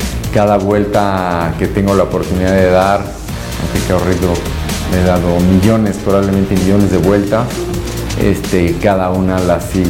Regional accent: Mexico

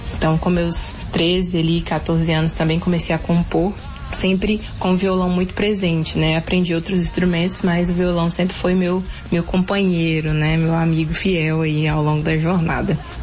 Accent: Belo Horizonte, Minas Gerais, Brazil; now in Marajó, Brazil

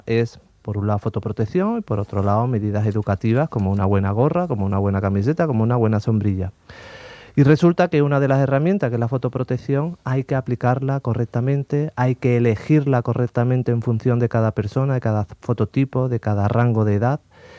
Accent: Andalusia, Spain; Pues al final somos andaluces, estamos la comunidad que más horas de sol tenemos en España.

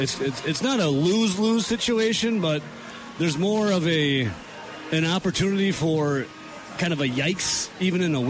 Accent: Wisconsin, United States; Yeah, I'm from Southwest Wisconsin.

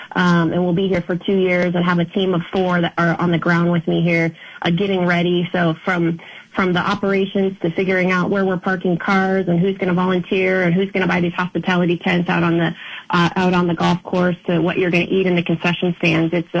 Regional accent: Seattle, Washington, United States; also born or lived in Palm Springs, United States; now in Oklahoma, United States; I'm from Seattle, Washington. Okay. There, spent most of my life there. Recently moved from Palm Springs, California

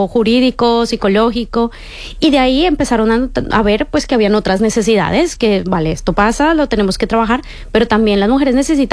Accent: Colombia

